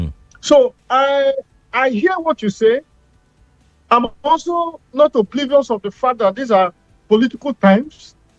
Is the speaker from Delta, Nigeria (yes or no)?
yes; Delta, Nigeria; I'm from Delta